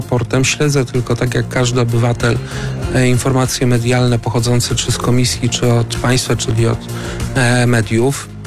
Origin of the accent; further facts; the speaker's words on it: Kutno, Łódź Voivodeship, Poland; Ja jestem politykiem z Kutna, środek Polski.